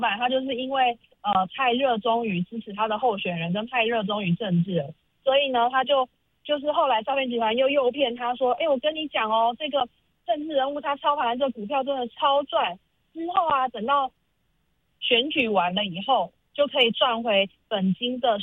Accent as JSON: {"language": "Chinese", "country": "Taiwan"}